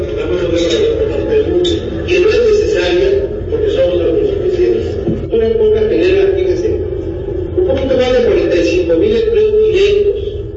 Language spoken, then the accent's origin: Spanish; Mexico; Nosotros en México